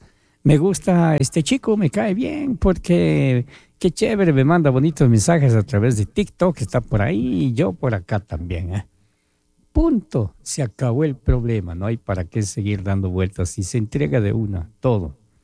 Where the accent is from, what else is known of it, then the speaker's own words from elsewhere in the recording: Ecuador; Católico, apostólico, peor, no doy ningún mensaje excepto en la radio. Y romano, peor, soy ecuatoriano.